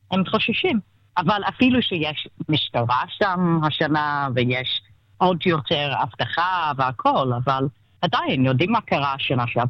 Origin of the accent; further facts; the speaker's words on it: Manchester, North West England, United Kingdom; גדלתי במנצ'סטר, הייתי בבית ספר יהודי